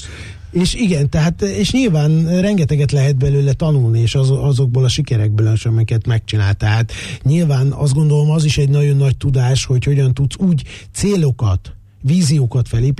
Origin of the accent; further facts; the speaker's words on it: Hungary; ugye nálunk Magyarország